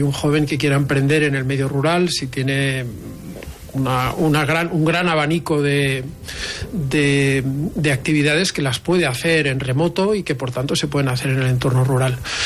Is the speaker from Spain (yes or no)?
yes; Pyrenees, Spain; Bueno, pues Jaca siempre ha sido, yo que soy del Pirineo también, ¿verdad?